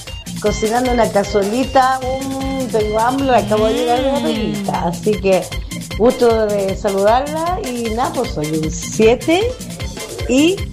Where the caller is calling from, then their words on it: Temuco, Araucanía, Chile; yo reportándome desde acá del sector de Pedro de Valdivia de Temuco.